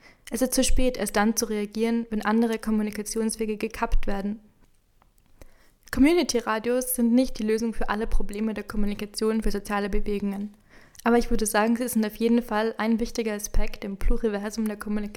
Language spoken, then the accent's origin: German; Austria; Bei uns in Österreich ist die Medienlandschaft natürlich anders aufgebaut als in Mexiko.